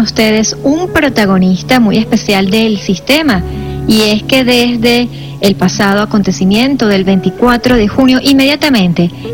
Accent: Venezuela; su compromiso con lo que estamos atravesando todos como venezolanos es indiscutible

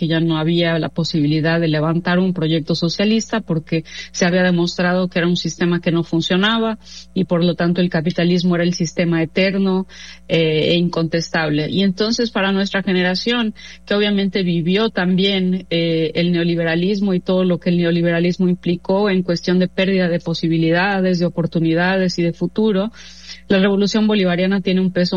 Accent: Mexico; Yo soy mexicana y obviamente hoy en día México disfruta de una presidenta que defiende la soberanía nacional

